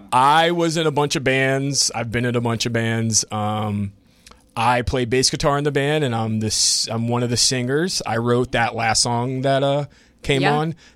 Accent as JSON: {"language": "English", "town": "Pensacola", "region": "Florida", "country": "United States", "moved": "as an adult", "lives_now": "New Orleans, United States"}